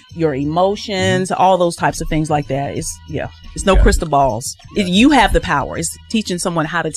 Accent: Stedman, North Carolina, United States; now in Rock Hill, United States; I'm from Stedman, North Carolina.

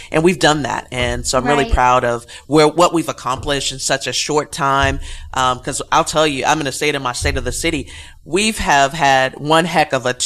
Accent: Evansville, Indiana, United States; to really think about growing up in Evansville

